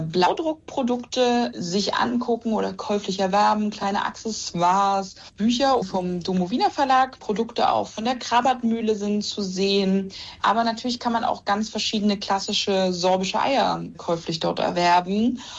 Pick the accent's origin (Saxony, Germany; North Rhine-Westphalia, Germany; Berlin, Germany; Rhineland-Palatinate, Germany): Saxony, Germany; Kromlau; Also ich komme selber aus Kromlau. Mit sorbischen Ostereiern bin ich auch groß geworden, direkt neben Schleife halt als Hochburg, als Nachbardorf.